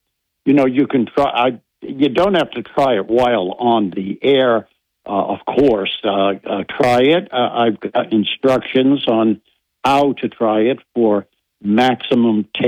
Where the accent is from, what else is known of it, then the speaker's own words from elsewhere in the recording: Bayonne, New Jersey, United States; I grew up back in the 50s in Bayonne, New Jersey. Wonderful little town. Well, it's not that little.